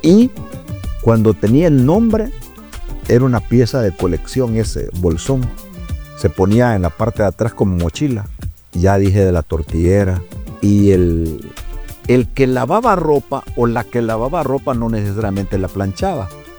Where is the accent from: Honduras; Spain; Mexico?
Honduras; Choluteca; now in Tegucigalpa, Honduras; Allá en mi pueblo donde yo me crié, en Choluteca